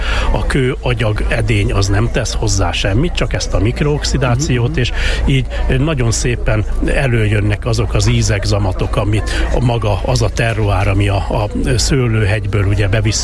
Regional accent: Lovas, Veszprém County, Hungary; ahol mi élünk, ahonnan mi származunk, meg ahol van a pince is, ugye Lovason az Öreghegyen, amit úgy hívnak közelebbi nevén, hogy Vámosi hegy.

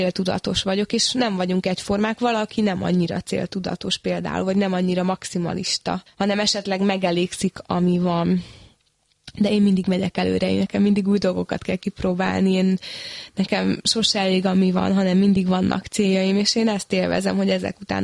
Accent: Hungary; born there; also born or lived in Phoenix, United States; nem véletlenül születtem Magyarországra, és iszonyatos volt a honvágyam is

